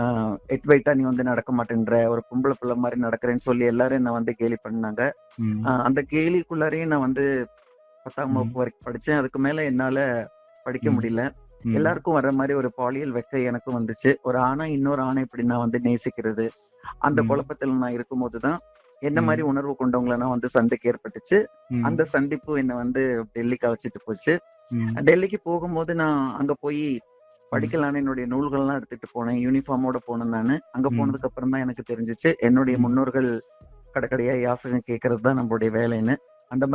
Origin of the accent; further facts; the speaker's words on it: Namakkal, Tamil Nadu, India; என்னுடைய சொந்த ஊர் நாமக்கல். நாமக்கல்ல ஒரு சின்ன கிராமத்துலதான் நான் பிறந்து வளர்ந்தேன்.